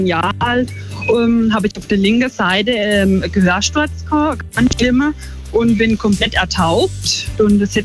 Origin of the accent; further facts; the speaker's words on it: Schonach, Baden-Württemberg, Germany; ich komme aus Schonach im Schwarzwald